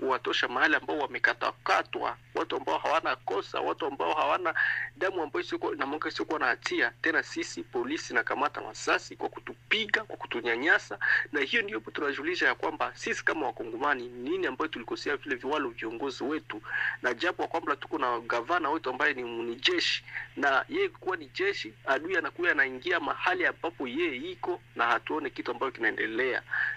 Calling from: Beni, North Kivu, DR Congo; Mimi natoka hapa mjini Kongo, jimbo la North Kivu, tauni vile ya Beni, kata Benengule

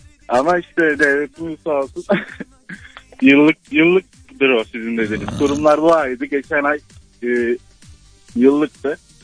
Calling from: Antalya, Turkey; Antalya'dan arıyorum ben.

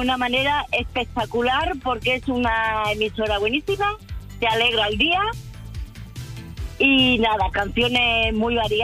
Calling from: Don Benito, Extremadura, Spain; Desde Don Benito.

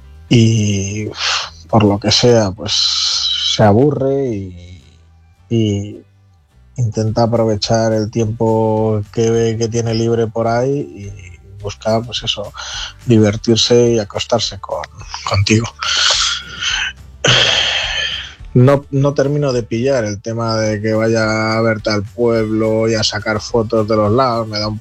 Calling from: Palencia, Castile and León, Spain; somos Alde de Palencia

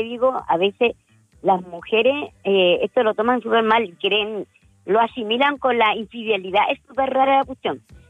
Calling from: Arica, Arica y Parinacota, Chile; una vez estábamos acá en Arica, y yo soy de Arica

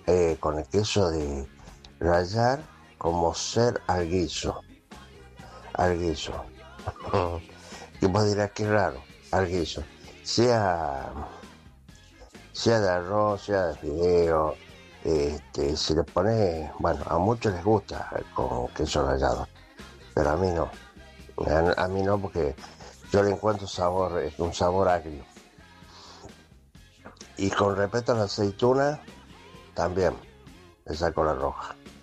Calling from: Tucumán, Argentina; de Tucumán.

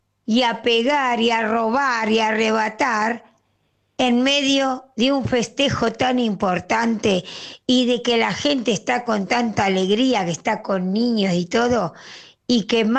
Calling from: Buenos Aires, Argentina

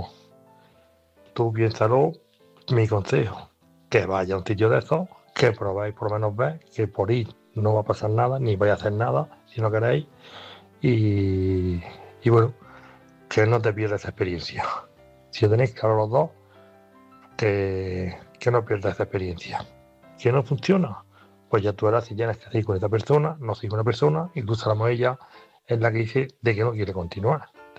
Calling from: Canada; de Canadá.

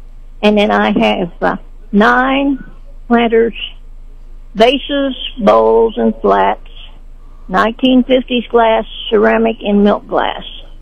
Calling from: Sedalia, Missouri, United States; I'm calling from Sedalia.

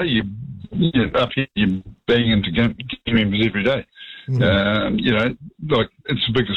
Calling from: Kerikeri, Northland, New Zealand; I live in Kerikeri

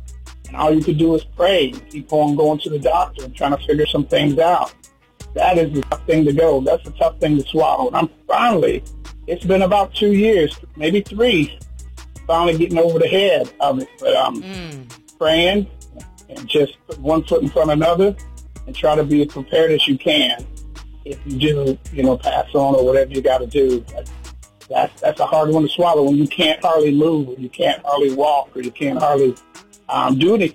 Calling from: North Carolina, United States; I'm calling from North Carolina.

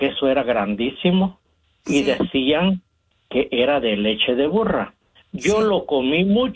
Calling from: El Salvador; soy salvadoreño.

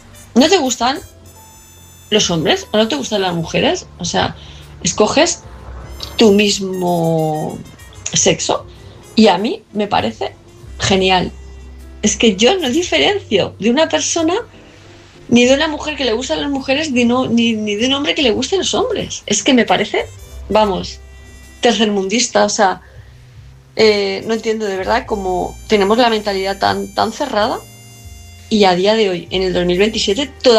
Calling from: Palma, Balearic Islands, Spain; de Palma de Mallorca

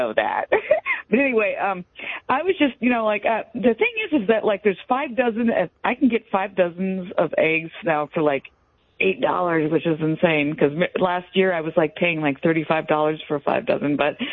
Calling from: Marysville, Washington, United States; I'm from Marysville, Washington.

